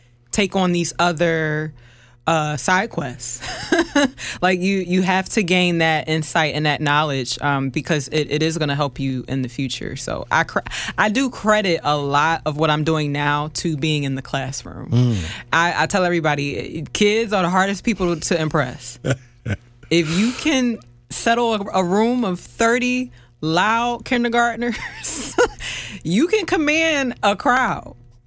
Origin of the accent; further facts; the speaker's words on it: Philadelphia, Pennsylvania, United States; because we are from Philadelphia